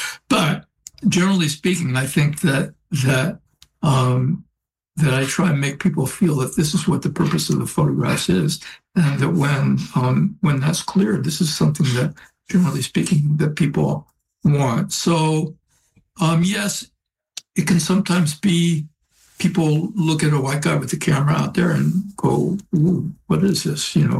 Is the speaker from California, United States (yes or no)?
yes; Oakland, California, United States; I grew up in Oakland. I didn't know anything about farm workers. I didn't know anything about Mexico or Mexicans. I didn't speak Spanish.